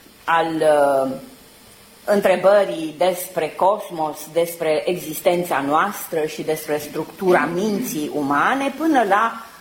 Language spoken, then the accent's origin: Romanian; Romania; eu sunt româncă în Europa și în lume. Valorile mele sunt limba română